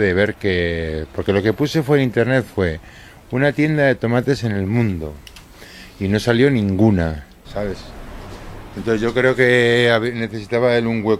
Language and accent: Spanish; Navarre, Spain; como soy de Navarra y somos bastante tradicionales